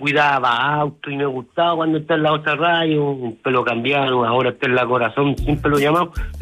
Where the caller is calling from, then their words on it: Santiago, Santiago Metropolitan Region, Chile; De Huechuraba.